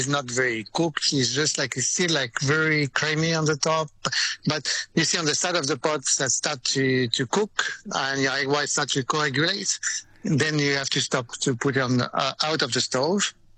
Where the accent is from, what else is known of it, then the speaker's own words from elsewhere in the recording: Roanne, Auvergne-Rhône-Alpes, France; I'm from the region of Lyon. I'm from Rouen